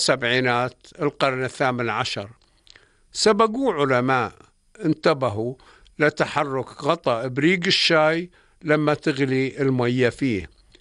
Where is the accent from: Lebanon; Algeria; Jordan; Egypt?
Jordan; عندنا في الأردن